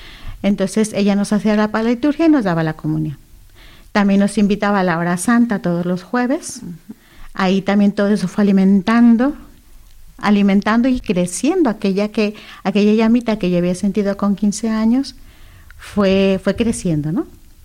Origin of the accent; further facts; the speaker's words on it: Monterrey, Nuevo León, Mexico; Sí, yo soy mexicana de Monterrey, Nuevo León.